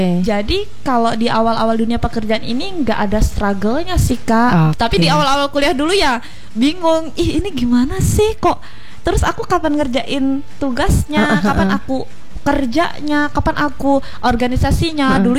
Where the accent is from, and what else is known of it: Pulang Pisau, Central Kalimantan, Indonesia; now in Palangka Raya, Indonesia